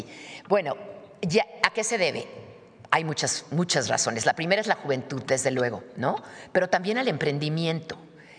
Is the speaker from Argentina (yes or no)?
no; Mexico; como mexicana que soy